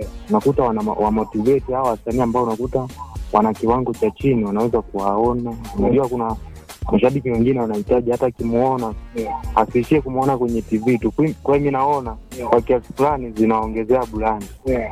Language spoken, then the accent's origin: Swahili; Kigoma, Tanzania; Natokea KG Kigoma.